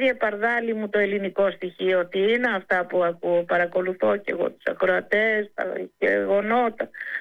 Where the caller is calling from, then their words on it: Greece